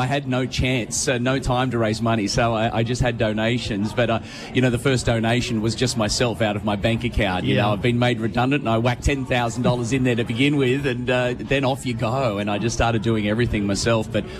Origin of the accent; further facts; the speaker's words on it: Woodberry, New South Wales, Australia; being, you know, a young boy growing up in Woodbury, you know, it was really tough to continue with my religion.